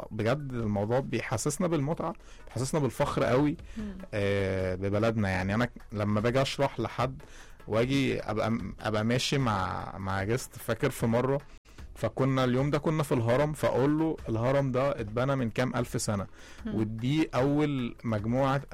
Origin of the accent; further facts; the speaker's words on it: Cairo, Cairo Governorate, Egypt; احنا عندنا في القاهرة بالذات